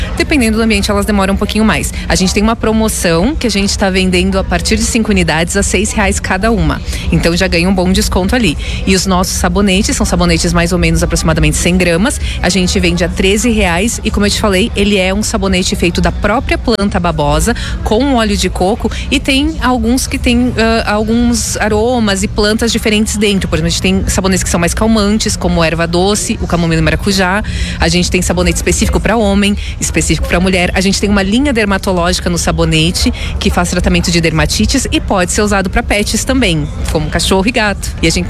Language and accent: Portuguese; Farroupilha, Rio Grande do Sul, Brazil; nós somos de Farroupilha mesmo